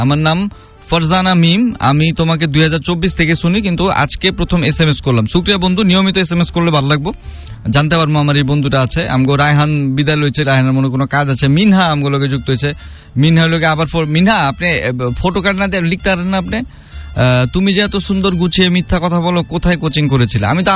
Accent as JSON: {"language": "Bangla", "town": "Dhaka", "region": "Dhaka Division", "country": "Bangladesh", "tie": "born or raised there", "said": "আমার গ্রামের বাড়ি ভাই আমি পুরান ঢাকারি অরিজিনাল, আমার গ্রামের বাড়ি এটাই।"}